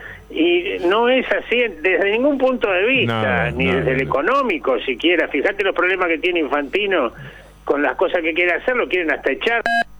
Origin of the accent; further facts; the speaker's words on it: Argentina; somos argentinos, hinchamos por Argentina